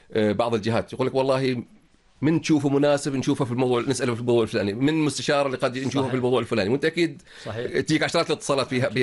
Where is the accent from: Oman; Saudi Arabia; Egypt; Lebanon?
Oman